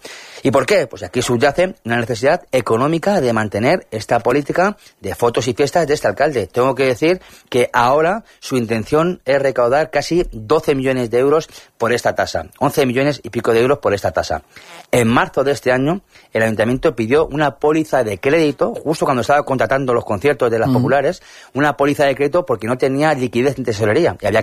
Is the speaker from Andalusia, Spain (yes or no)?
no; Torrejón de Ardoz, Community of Madrid, Spain; Yo soy de Torrejón de toda la vida